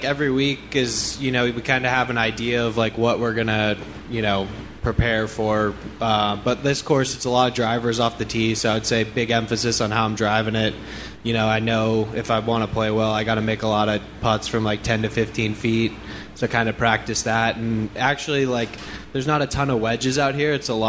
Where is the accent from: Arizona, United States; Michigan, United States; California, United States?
Arizona, United States; Scottsdale; I grew up in Scottsdale